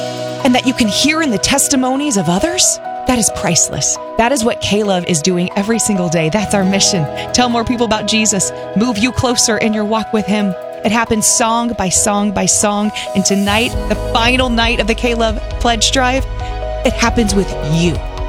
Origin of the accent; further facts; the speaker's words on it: Wichita, Kansas, United States; … in Wichita, Kansas, my hometown, Wichita.